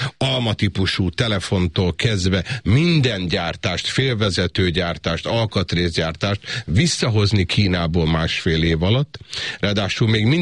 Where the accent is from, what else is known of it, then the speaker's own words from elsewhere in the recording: Dunaújváros, Fejér, Hungary; gyerekkoromban Dunajvárosban